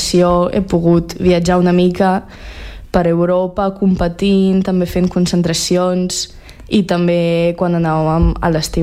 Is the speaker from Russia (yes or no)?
yes; Russia; només som dues estrangeres a classe i una és de Dinamarca i l'altra sóc jo de Rússia.